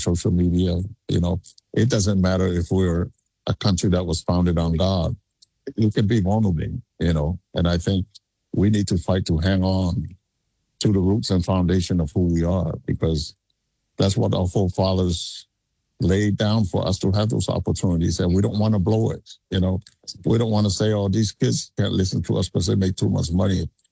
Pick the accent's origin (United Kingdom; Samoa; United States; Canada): Samoa; Tuamua; a lot of people thought I was born in Texas. They don't know I came from Tuamua.